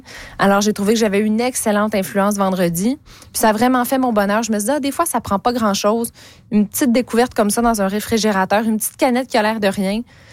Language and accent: French; Quebec City, Quebec, Canada; chez nous, à Québec.